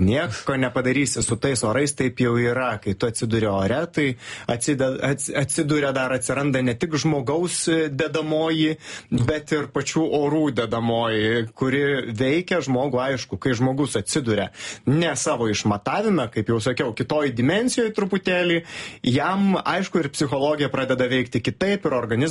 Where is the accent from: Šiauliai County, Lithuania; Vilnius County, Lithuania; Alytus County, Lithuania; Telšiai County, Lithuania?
Alytus County, Lithuania; Pivašiūnai; moved away as an adult; aš gimiau, užaugau Pivašiūnuose, 25 km nuo Alytaus